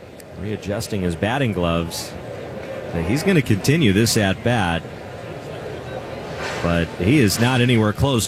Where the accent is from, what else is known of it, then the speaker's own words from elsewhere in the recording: Bay Area, California, United States; growing up in the Bay Area